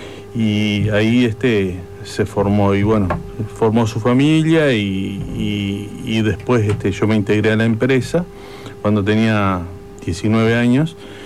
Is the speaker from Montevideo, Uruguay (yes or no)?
no; Rosario, Colonia, Uruguay; moved away as an adult; now in Maldonado, Uruguay; yo soy oriundo de Rosario, del departamento de Colonia.